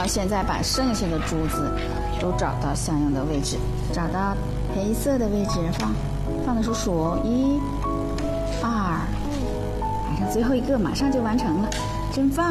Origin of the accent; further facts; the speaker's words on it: Jiagedaqi, Heilongjiang, China; 当时毕业的时候，我是有机会留到哈尔滨特教学校的，但当时呢加格达奇的特教学校刚刚成立，我就想着要回到家乡，为家乡的特教事业贡献一点力量。